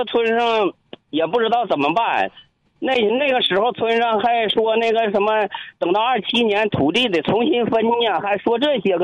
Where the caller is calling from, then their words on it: Heilongjiang, China; 那个我是黑龙江的